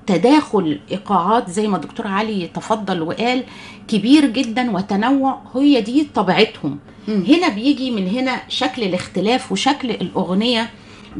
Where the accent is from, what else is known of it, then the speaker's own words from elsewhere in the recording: Egypt; أيضا عندنا في مصر يمكن يكون شكل الأغنية الشعبية اللي ابتدت